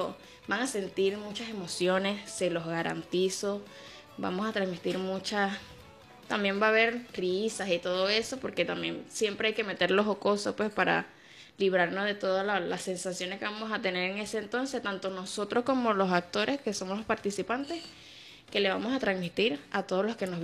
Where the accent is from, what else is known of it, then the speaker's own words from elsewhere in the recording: Venezuela; como buen venezolanos que somos